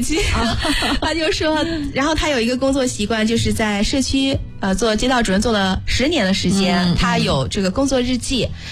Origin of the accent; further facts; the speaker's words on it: Xuzhou, Jiangsu, China; 咱们徐州人说是特别的钻机的人